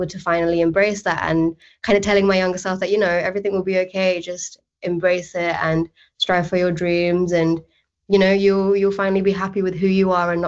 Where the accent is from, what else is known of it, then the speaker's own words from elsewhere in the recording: United Kingdom; first language Telugu; English is a second language; not Punjabi myself, even though I grew up with a lot of that kind of music in the British Asian scene. My mother tongue is Telugu.